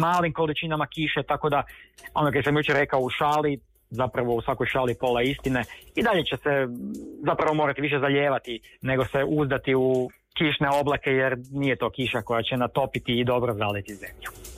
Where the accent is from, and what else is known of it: Croatia